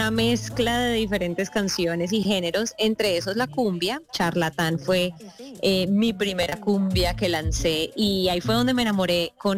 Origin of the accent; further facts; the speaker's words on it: Cali, Valle del Cauca, Colombia; Como caleña, amo y adoro la salsa, pero la respeto muchísimo, y yo crecí fue escuchando pop